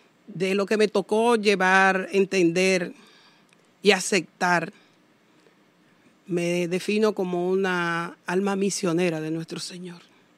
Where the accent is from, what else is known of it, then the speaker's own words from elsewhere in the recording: Sánchez, Duarte, Dominican Republic; vengo de pueblo, de provincia, nací en Sánchez, una gran bendición, allá Cibao, adentro.